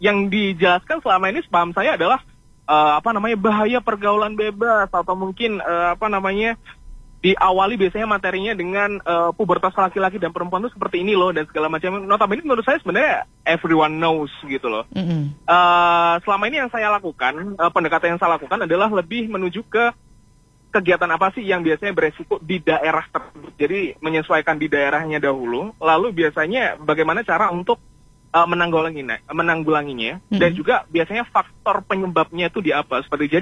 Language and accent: Indonesian; Malang, East Java, Indonesia; karena saya juga asalnya dari Kabupaten Malang